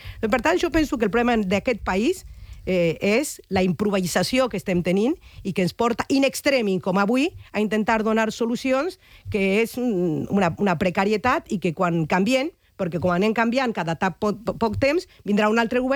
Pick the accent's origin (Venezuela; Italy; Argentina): Argentina; now in Catalonia, Spain